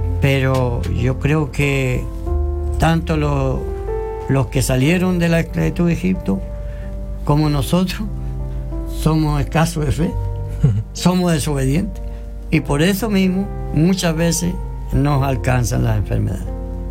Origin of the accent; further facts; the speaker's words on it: Chile; nosotros los chilenos, sobre todo, lo digo, me incluyo